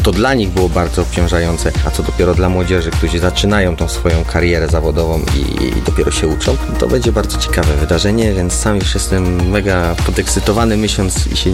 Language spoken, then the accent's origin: Polish; Lower Silesian Voivodeship, Poland; odbywa się u nas, na Dolnym Śląsku, najpiękniejszym województwie według mnie.